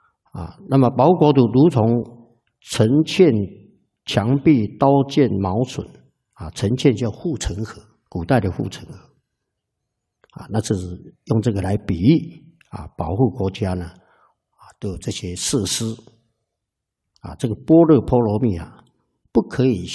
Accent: Taiwan

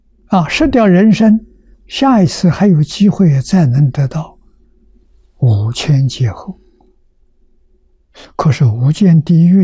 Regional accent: China; 我们中国人讲80岁，外国人讲79岁。

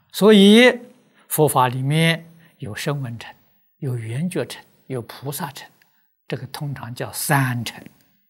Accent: Nanjing, Jiangsu, China; born there; 我小时候在南京念书，上学常常坐马车。

